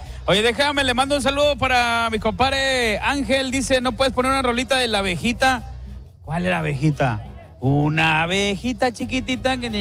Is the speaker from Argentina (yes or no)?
no; Mexico; Que siga como buenos mexicanos, siempre atendemos a todos al 100%, ¿no?